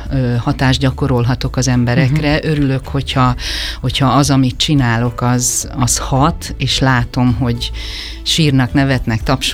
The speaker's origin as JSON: {"language": "Hungarian", "town": "Tököl", "region": "Pest", "country": "Hungary", "tie": "born there", "said": "Tökölön élek, ahol születtem, és ahol a testvéreim is laknak, ingázom Debrecen és Tököl között."}